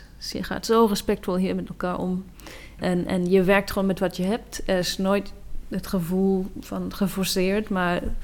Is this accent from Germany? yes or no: yes; Germany; Dutch is a second language; moved away as an adult; now in Netherlands; Ik ben opgegroeid in Duitsland, maar ik heb echt een verbinding met Ierland.